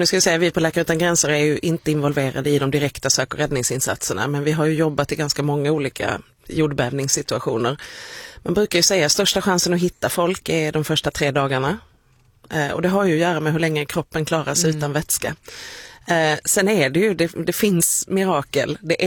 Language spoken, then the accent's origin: Swedish; Skåne, Sweden; Heidenberg. Ja, men jag är skåning så det låter ju som det